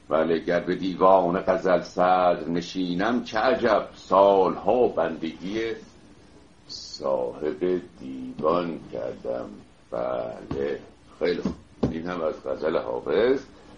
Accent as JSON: {"language": "Persian", "country": "Iran", "moved": "yes", "said": "چون 35 سال پیش ما از ایران آمدیم بیرون که چنین دانشگاهی ما نداشتیم"}